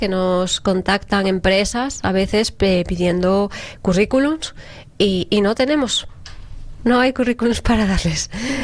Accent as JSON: {"language": "Spanish", "region": "Galicia", "country": "Spain", "moved": "yes", "said": "porque soy gallega"}